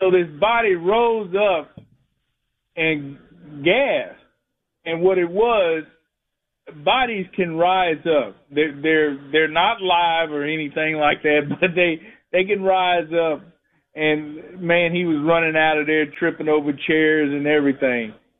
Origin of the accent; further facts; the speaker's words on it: Alexandria, Louisiana, United States; I'm from Alexandria, Louisiana